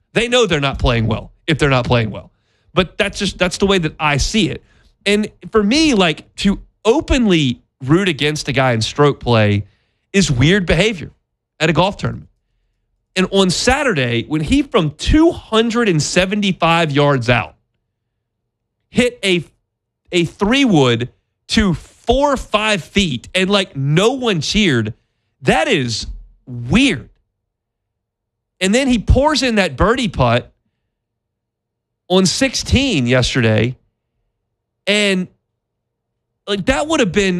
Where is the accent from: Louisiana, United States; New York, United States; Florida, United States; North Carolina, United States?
Louisiana, United States; Shreveport; I am from Shreveport. I went to LSU.